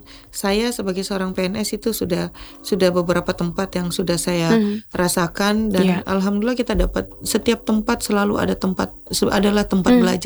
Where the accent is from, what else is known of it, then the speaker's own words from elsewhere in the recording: Kendari, Southeast Sulawesi, Indonesia; Saya orang tua orang Sulawesi Selatan, Bapak orang Sengkang, Ibu Bone. Tapi saya lahir dan besar di Kendari. Kebetulan Bapak TNI, pensiunan TNI. Waktu itu tugas terakhir di Kendari. Jadi kita menjadilah warga Kendari.